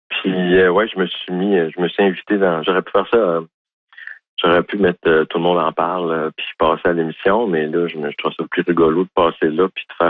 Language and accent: French; Quebec, Canada; accent: Québécois; Mais je voulais vraiment te donner le langage québécois. Pour moi, c'est important